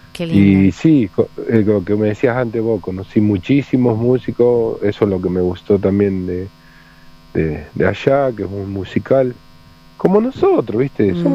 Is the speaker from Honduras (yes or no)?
no; Patagonia, Argentina; Yo soy el argentino que anda tocando el bandoneón